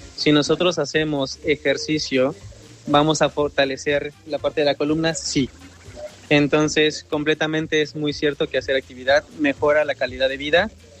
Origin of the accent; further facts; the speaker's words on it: Puebla, Mexico; yo soy originario de Puebla, también doy consulta allí